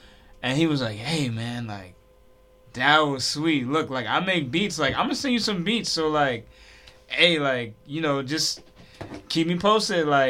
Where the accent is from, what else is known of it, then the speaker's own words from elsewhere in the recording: West Bank, Palestine; Well, look … I'm from the West Bank.